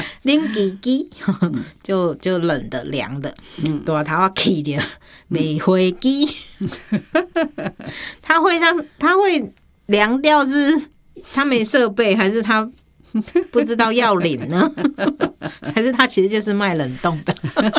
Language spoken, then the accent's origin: Chinese; southern Taiwan, Taiwan; moved away as an adult; now in Taipei, Taiwan; 小时候在南部没有吃过粗的米粉，是长大了到台北才知道